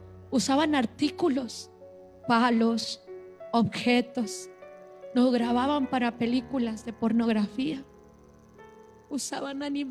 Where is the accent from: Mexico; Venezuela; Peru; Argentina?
Mexico; Monterrey, Nuevo León; Nos hablábamos de usted porque yo hablaba como colombiana. Por eso hoy en la actualidad muchas veces estoy en algunos lugares y la gente me pregunta: pues ¿de dónde eres? Soy de Monterrey, Nuevo León.